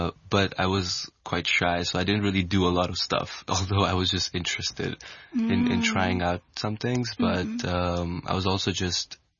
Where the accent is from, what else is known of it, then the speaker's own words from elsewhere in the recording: Hong Kong; growing up, it was quite like positive in the sense that like growing up in Hong Kong, because Hong Kong is an international city